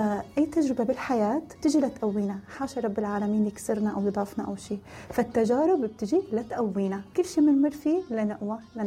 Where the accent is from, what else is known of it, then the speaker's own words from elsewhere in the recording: Syria; now in United Arab Emirates; ونحن كسوريين محبوبين بالامارات